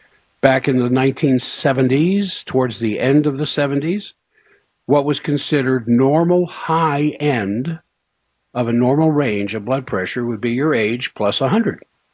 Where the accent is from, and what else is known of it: Washington, District of Columbia, United States; born or raised there; now in Salt Lake City, United States